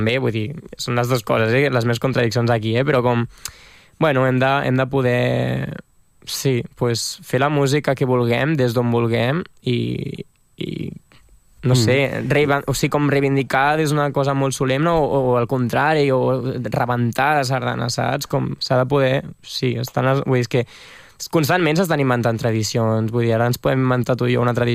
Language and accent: Catalan; Catalonia, Spain; amb un espanyolisme tan, que ens ataca tant al final com a catalans